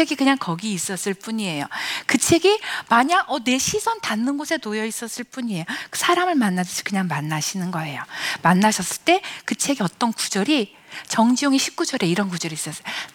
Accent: Gongju, South Chungcheong, South Korea; born there; 저는 충남 공주에 있는 어떤 연탄집 새빵에서 태어났습니다.

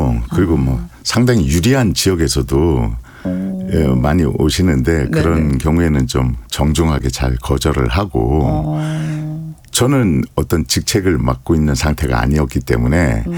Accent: South Chungcheong, South Korea; 제 고향인 충청남도 부여 공주

